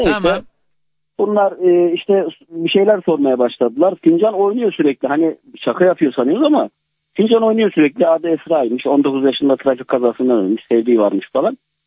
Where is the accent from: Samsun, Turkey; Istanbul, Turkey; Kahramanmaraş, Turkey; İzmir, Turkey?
Samsun, Turkey; born there; Samsun'dan arıyorum.